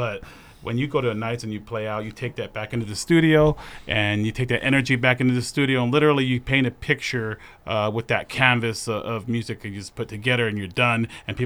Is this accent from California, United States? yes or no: yes; San Jose, California, United States; born there; moved away as an adult; now in Boise, United States; I'm from San Jose, and I grew up with lots of famous artists right now.